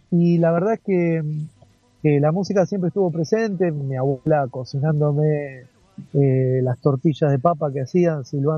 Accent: Argentina; yo tengo una característica, una raíz argentina, yo soy músico argentino, sí. Por eso mis canciones son en castellano, y no hablo de tú ni de ti, yo hablo de vos

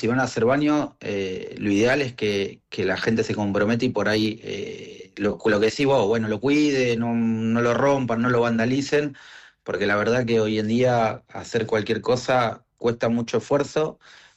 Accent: Rawson, Chubut, Argentina; yo soy de Rawson y nuestro autódromo es Trelew, es un gran autódromo.

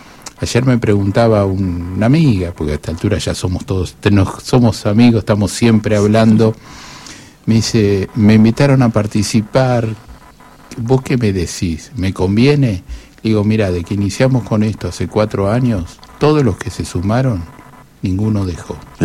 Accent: Argentina; born there; mi país es Argentina, nací en mi país

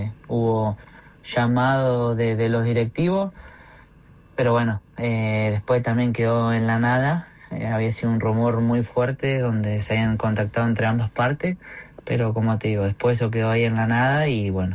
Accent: Argentina; moved away; tengo el deseo de volver a jugar a Argentina, porque no tuve la posibilidad de debutar, me tocó debutar fuera del país y poder hacer mi carrera en el extranjero

